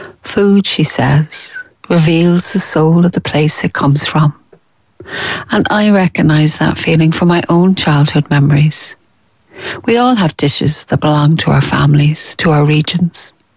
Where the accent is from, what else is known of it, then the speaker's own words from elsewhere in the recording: Cork, Munster, Ireland; Now, I'm not from Dublin. I was originally from Cork and my mum was from Bray.